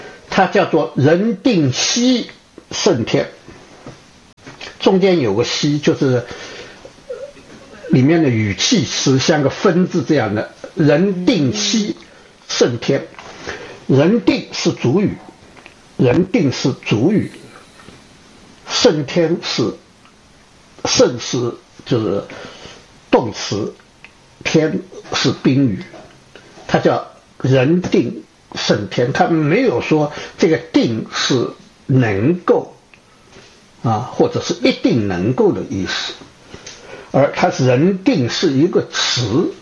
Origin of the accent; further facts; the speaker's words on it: China; 我们中国人